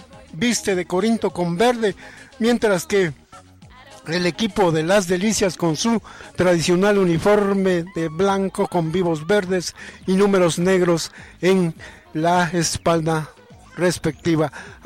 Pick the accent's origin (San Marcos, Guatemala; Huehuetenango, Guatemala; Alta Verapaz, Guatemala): San Marcos, Guatemala; Tejutla; como guatemaltecos de repente, o como tejutlecos